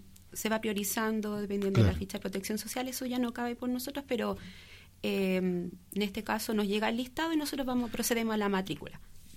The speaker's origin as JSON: {"language": "Spanish", "town": "Rengo", "region": "O'Higgins", "country": "Chile", "said": "Me trasladé acá a Rengo, porque yo soy de acá de Rengo."}